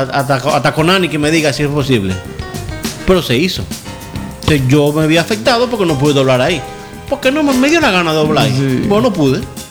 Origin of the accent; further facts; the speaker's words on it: Dominican Republic; en el ADN de nosotros como dominicanos